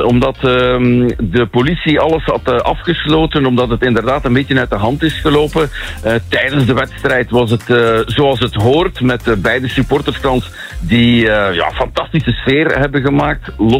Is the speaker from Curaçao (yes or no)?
no; Flanders, Belgium; En als Vlaming kan je dat niet altijd goed inschatten